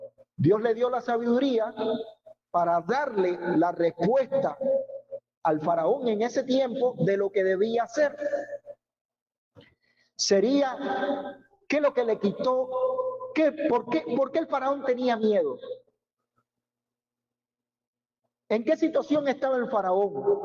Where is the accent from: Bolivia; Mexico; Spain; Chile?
Bolivia; nosotros como bolivianos